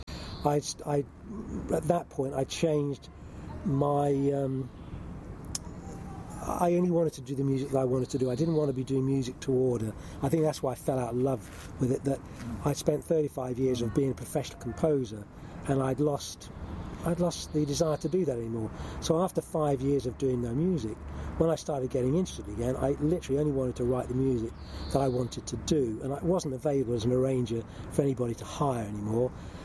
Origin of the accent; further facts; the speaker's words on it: Slough, South East England, United Kingdom; born there; now in Ascot, United Kingdom; I was born in Slough, and I live in Ascot.